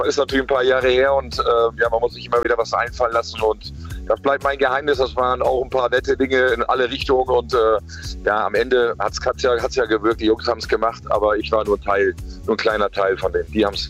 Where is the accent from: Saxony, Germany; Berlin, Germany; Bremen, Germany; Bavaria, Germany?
Bremen, Germany; HSV als Bremer ist natürlich auch mal wunderbar.